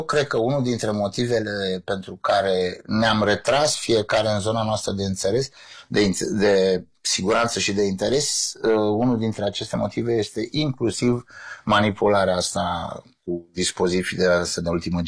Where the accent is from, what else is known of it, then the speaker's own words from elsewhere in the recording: Bucharest, Romania; Eu cred că sunt singurul bucureștean pe care o să-l cunoști tu